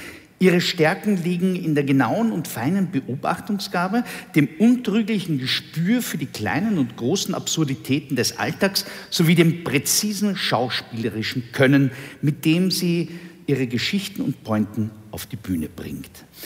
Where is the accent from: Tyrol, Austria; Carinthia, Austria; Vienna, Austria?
Vienna, Austria; Naja, schauen Sie, ich komme aus Wien.